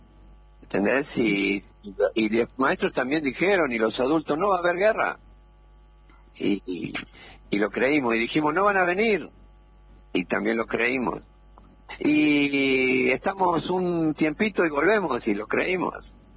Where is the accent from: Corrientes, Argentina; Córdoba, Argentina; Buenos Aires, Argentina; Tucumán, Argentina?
Tucumán, Argentina; born there; Soy tucumano de nacimiento, nací de Berta y Rubén